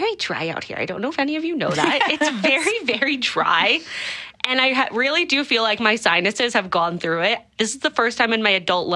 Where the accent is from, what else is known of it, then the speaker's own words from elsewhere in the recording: London, Ontario, Canada; also born or lived in Vancouver; now in Calgary, Canada; I grew up in London, Ontario.